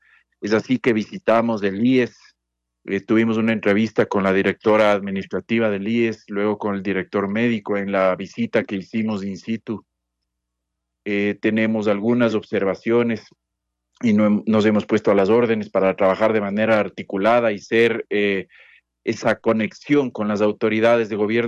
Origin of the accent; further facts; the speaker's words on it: Ambato, Tungurahua, Ecuador; soy una persona muy querendona de mi tierra, de mi Ambato, de mi Tungurahua.